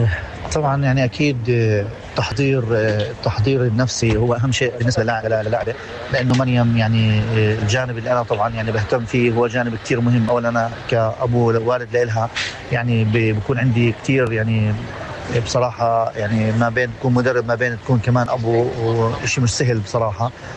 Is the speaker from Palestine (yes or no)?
yes; Palestine; يعني انا باجي من فلسطين بلكي معها في البطوله، هي بتيجي من المانيا نلتقي مع بعض